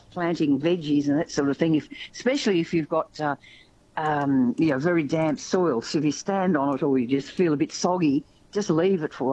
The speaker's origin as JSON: {"language": "English", "town": "Melbourne", "region": "Victoria", "country": "Australia", "said": "I'm from Melbourne"}